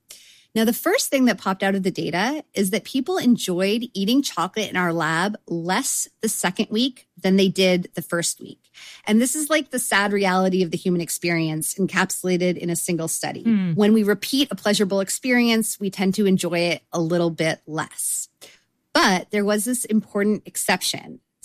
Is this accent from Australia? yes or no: no; Canada; you know, as a Canadian, I am legally obligated to encourage people to seek out Quebec maple syrup